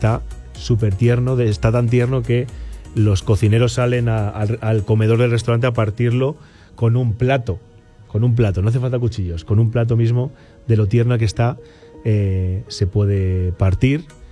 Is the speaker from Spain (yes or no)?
yes; Spain; now in Valencia, Spain; yo vengo de España, de un país muy pequeñito que está allí en otro lado del Atlántico.